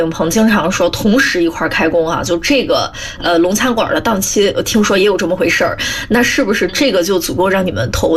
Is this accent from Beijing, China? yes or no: no; Qingdao, Shandong, China; 因为我也是青岛人